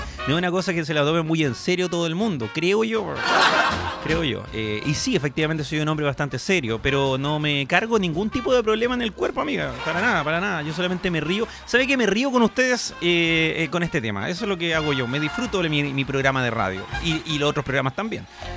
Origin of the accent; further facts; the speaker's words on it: Valdivia, Los Ríos, Chile; moved away; Yo soy de Valdivia, amigo. No soy de acá.